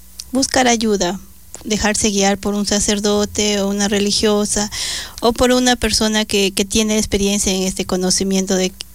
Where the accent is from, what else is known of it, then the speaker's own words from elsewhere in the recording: Ecuador; born there; Nosotros somos solo mujeres, somos ecuatorianas, nacidas aquí en Ecuador, y somos marianitas mujeres.